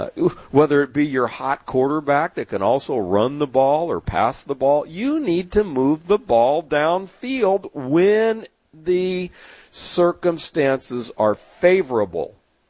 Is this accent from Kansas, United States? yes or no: no; San Diego, California, United States; my years growing up in San Diego